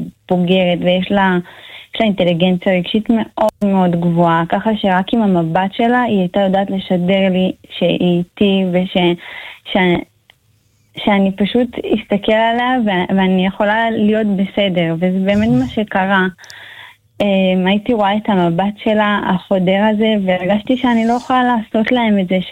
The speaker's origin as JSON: {"language": "Hebrew", "town": "Ofakim", "region": "Southern District", "country": "Israel", "said": "אנחנו מאופקים"}